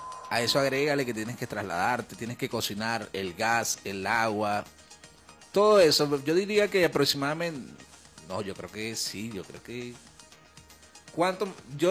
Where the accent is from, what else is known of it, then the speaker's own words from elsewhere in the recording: Venezuela; somos los venezolanos, nos ayudamos entre todos